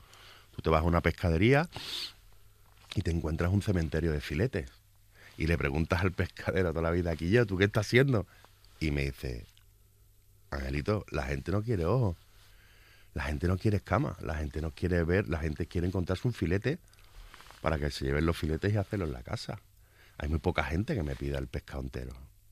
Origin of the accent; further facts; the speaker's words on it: Cádiz, Andalusia, Spain; Pues tuvimos la suerte hace muchos años de, como gaditano, disfrazarla de cosas, en este caso de embutidos marinos.